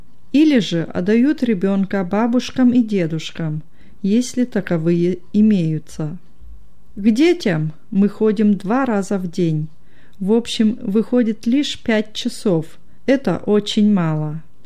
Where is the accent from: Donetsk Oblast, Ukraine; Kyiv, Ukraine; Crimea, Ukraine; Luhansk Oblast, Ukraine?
Donetsk Oblast, Ukraine; Selydove